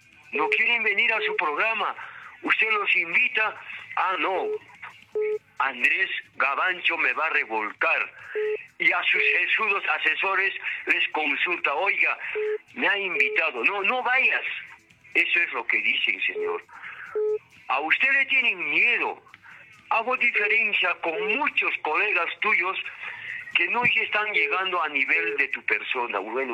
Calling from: Cusco, Peru; saludando a mi pueblo del Cusco

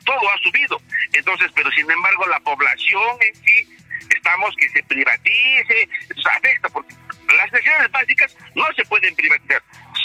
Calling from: Peru; nosotros como peruanos

